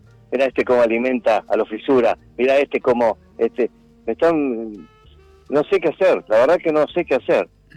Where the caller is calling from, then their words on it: Buenos Aires, Argentina; de Palermo.